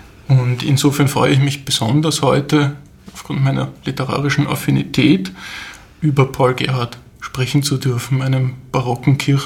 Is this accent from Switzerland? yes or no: no; Vienna, Austria; born there; Ich wurde 1997 in Wien geboren.